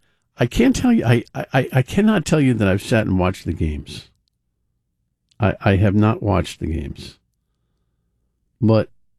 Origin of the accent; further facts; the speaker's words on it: New York, United States; also born or lived in New Jersey; As a kid growing up in New York, New Jersey, I loved roller derby.